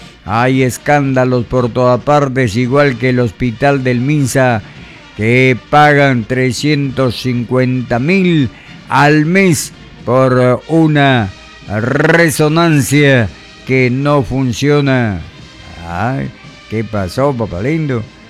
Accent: Reque, Lambayeque, Peru; Llegó a mi ciudad natal de Reque

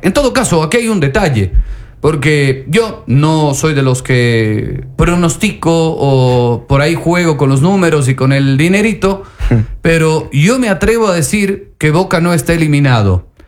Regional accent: Ecuador; lo digo como un ecuatoriano

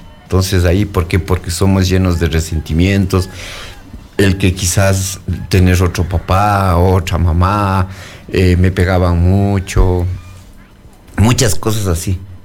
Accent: Bolívar, Ecuador; yo soy de la provincia de Bolívar, donde fabrican el pájaro azul.

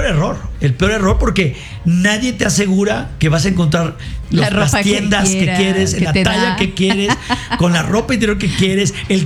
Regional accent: Mexico; tú puedes hablar como mexicano, en el caso de tu servidor

